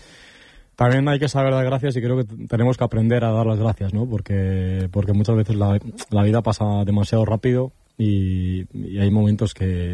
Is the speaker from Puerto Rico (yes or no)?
no; Colindres, Cantabria, Spain; born there; empecé en clases de guitarra de muy chiquitín en Colindres